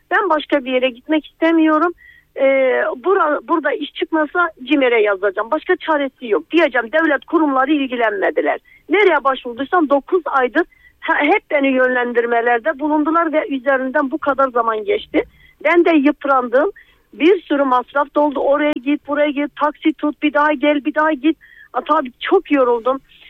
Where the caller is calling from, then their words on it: Malatya, Turkey; Malatya merkezden arıyorum.